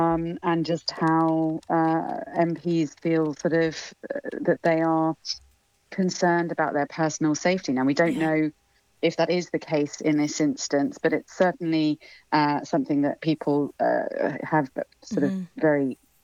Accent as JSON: {"language": "English", "town": "Maidstone", "region": "South East England", "country": "United Kingdom", "said": "I'm from Maidstone, the constituency that she represented for many years."}